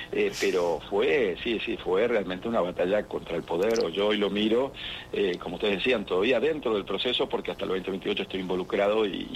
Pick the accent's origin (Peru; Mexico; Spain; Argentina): Argentina; Creo que nos merecemos como Argentina un régimen penal juvenil, pero no un fulbito para la tribuna.